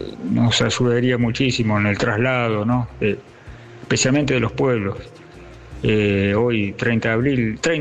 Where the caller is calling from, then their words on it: Buenos Aires, Argentina; de Parque de los Patricios.